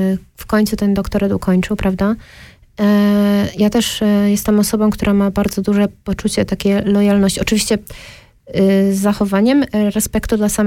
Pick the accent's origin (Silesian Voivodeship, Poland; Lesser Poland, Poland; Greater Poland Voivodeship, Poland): Silesian Voivodeship, Poland; Częstochowa; now in Switzerland; też jest zespołem z mojego rodzinnego miasta, z Częstochowy.